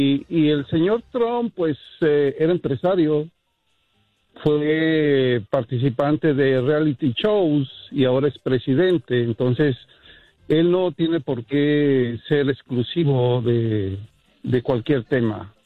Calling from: Chicago, Illinois, United States; Good morning, de aquí de Chicago

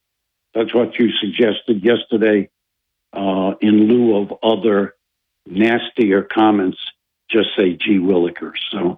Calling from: Binghamton, New York, United States; from Binghamton.

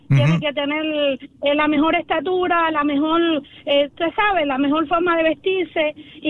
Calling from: Cuba; Yo, como ella, soy cubana y tengo dos niñas. Tengo 44 años

